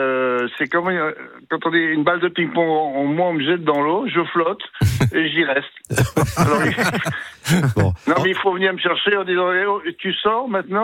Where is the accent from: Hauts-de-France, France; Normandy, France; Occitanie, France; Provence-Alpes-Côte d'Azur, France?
Normandy, France; je suis remonté chez moi en Normandie, là.